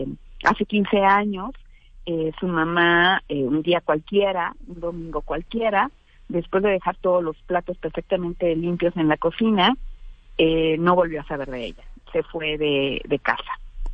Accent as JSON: {"language": "Spanish", "town": "Mexicali", "region": "Baja California", "country": "Mexico", "tie": "born or raised there", "moved": "as an adult", "lives_now": "Mexico City, Mexico", "said": "yo soy de Mexicali, Baja California, allá viví hasta los veintitantos años, luego me mudé acá a la Ciudad de México"}